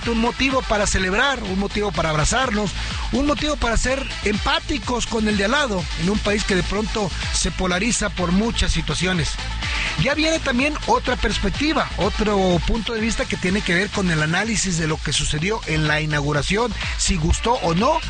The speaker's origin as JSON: {"language": "Spanish", "country": "Mexico", "tie": "born there", "said": "como ciudadano mexicano, nacido en este país, viviendo en esta nación"}